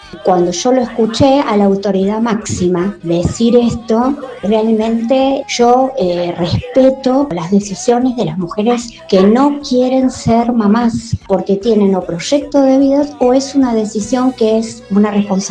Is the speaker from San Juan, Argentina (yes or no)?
no; Buenos Aires, Argentina